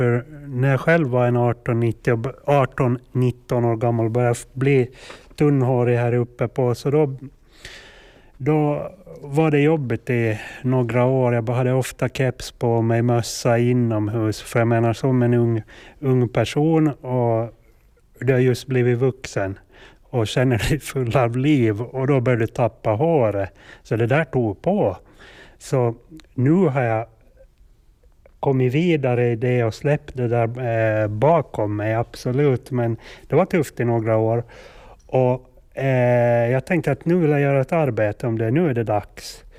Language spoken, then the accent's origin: Swedish; Åland, Åland Islands; Så de är alla bilder tagna på Åland och flera i Sviby i barndomstrakten.